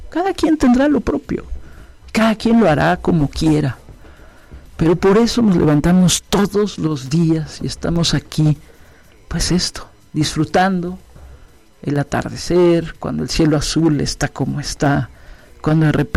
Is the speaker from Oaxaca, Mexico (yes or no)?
no; Mexico City, Mexico; yo nací aquí en México, aquí en la Ciudad de México, en el Paseo de la Reforma, había un hospital, ahí nací, hace ya 59 años de edad.